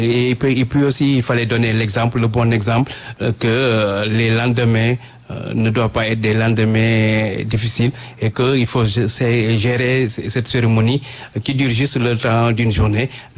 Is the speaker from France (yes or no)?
no; Pout, Thiès, Senegal; also born or lived in Dakar / Rufisque; c'est un Sénégalais, un citoyen sénégalais qui est né à Dakar, mais qui a grandi à Poutre. Ma ville d'origine, c'est Poutre. J'habite à Poutre dans la région de Thiès. C'est là-bas que j'ai fait mes études primaires.